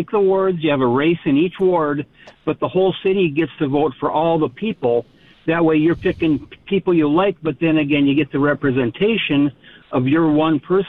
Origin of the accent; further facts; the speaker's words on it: Jamestown, North Dakota, United States; moved away; I grew up in Jamestown.